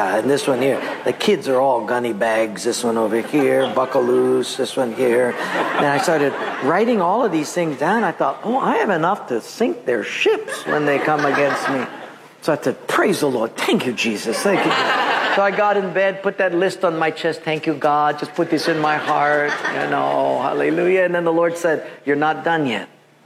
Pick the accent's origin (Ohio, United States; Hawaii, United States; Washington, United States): Hawaii, United States; Palolo; And I thought, dude, you're Haole. I'm from Palolo. You leave the island. I'm home.